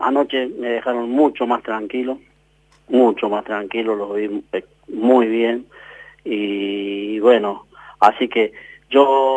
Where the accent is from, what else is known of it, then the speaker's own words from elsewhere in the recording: Argentina; now in Embalse, Argentina; como somos los argentinos